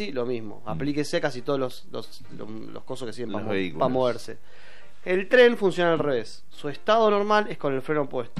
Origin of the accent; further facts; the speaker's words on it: Buenos Aires, Argentina; yo como porteño